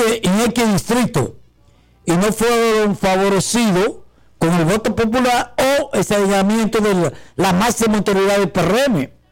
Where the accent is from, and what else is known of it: Dominican Republic